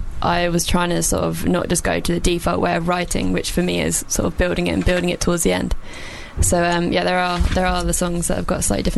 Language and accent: English; South East England, United Kingdom; Near Hastings, south of England.